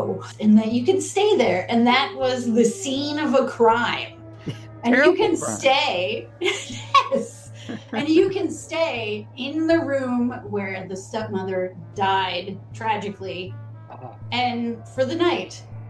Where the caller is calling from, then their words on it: Pittsburgh, Pennsylvania, United States; Pittsburgh.